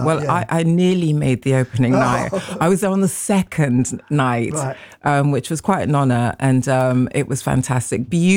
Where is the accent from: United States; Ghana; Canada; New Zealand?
Ghana; Ashanti; a proud Ghana woman, a proud Ashanti woman?